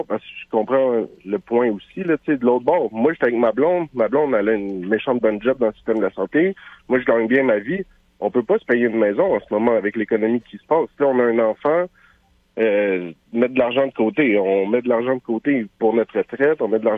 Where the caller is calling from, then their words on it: Montreal, Quebec, Canada; Moi, je viens de Montréal.